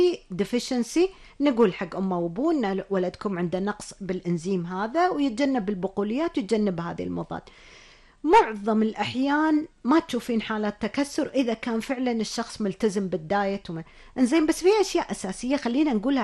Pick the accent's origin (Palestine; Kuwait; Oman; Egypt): Kuwait; إحنا عندنا بالكويت